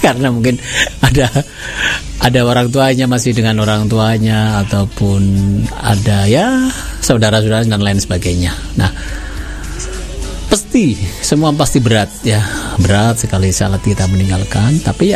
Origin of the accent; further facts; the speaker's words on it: Central Java, Indonesia; Saya orang Jawa Tengah ya. Orang Jawa Tengah.